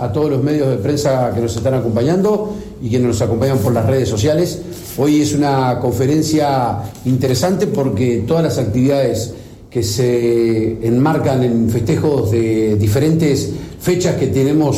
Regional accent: Río Branco, Río Negro, Uruguay; digo porque vengo de Río Branco, en otros lugares es entrega de juguete, música y está pelado.

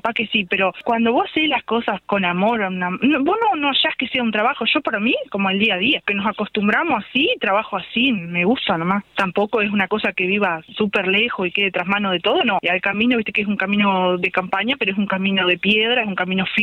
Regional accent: Cerro Largo, Uruguay; also born or lived in Melo, Uruguay; Yo nací para acá, para el lado de Caraguatá nomás. Yo nací, o sea, nací en Melo, pero digo, me crié acá en Rincón de Pereira en realidad.

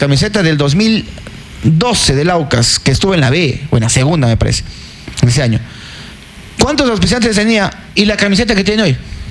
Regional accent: Ambato, Tungurahua, Ecuador; Nosotros, los de Ambato

